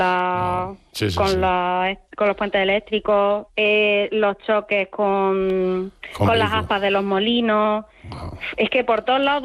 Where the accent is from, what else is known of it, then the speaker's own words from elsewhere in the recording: Villacarrillo, Andalusia, Spain; Pero sí es verdad que, por ejemplo, cuando voy de visita a mi pueblo, en Villacarrillo, allí en Jaén